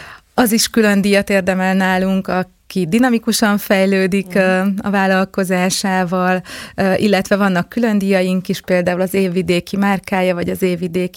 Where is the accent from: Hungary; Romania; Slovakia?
Hungary; Heves; moved away; Én vidéken, falun nőttem föl, Heves megyében, egy kis faluban